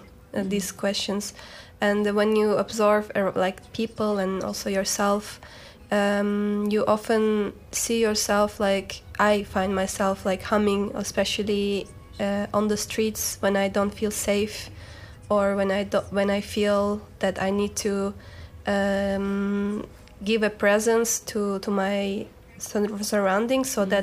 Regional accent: Istanbul, Turkey; it's such a symbol of my hometown, like neighborhood, because like in Istanbul there are so many public transportation in general

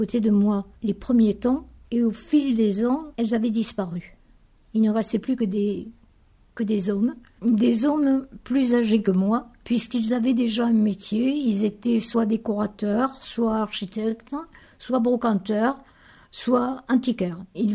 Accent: Foix, Occitanie, France; now in Montlaur, France; Alors moi, je suis née à Foix, au pied du château. J'ai passé toute mon enfance au pied de ce château et dans le château.

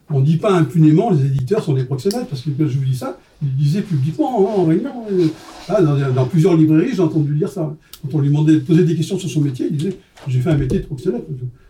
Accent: Lyon, Auvergne-Rhône-Alpes, France; c'est qu'on n'était pas parisien. On n'est pas parisien. On est lyonnais.

